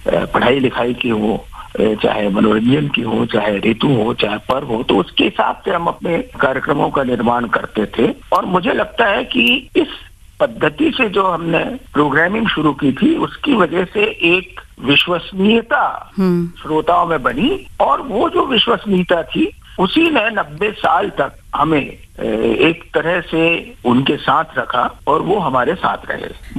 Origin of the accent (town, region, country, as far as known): tribal area of Chhindwara district, Madhya Pradesh, India; born or raised there